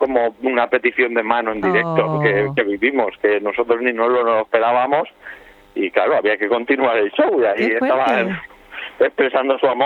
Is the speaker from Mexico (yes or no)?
no; Valencia, Valencian Community, Spain; Yo soy de Valencia